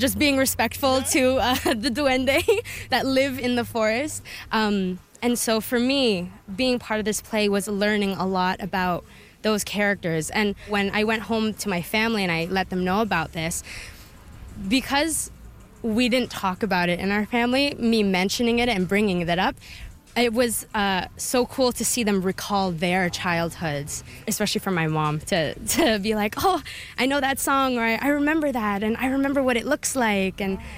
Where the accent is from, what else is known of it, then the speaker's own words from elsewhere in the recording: Philippines; to be so close to a culture and to be performing a culture that I grew up in, to be able to perform as a Filipino actor with a Filipino cast